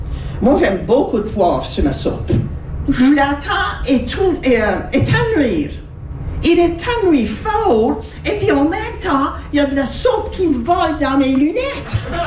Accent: Nova Scotia, Canada; Ben moi, je viens de Baie-Sainte-Marie.

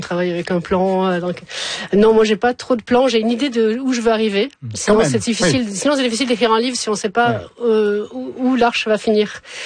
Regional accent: Montpellier, Occitanie, France; born there

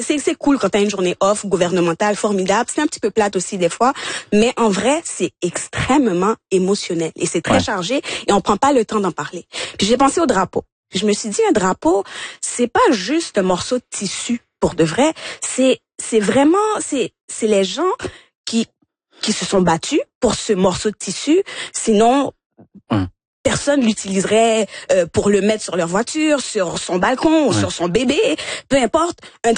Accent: Montreal, Quebec, Canada; born there; Donc, pour l'histoire et pour la vérité, je suis née à Montréal et j'ai un passeport canadien.

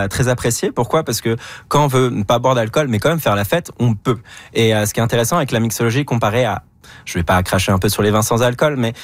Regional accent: France

